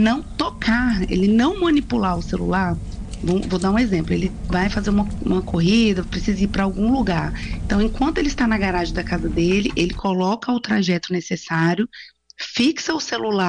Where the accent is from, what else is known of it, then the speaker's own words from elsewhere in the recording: Brasília, Federal District, Brazil; Eu sou de Brasília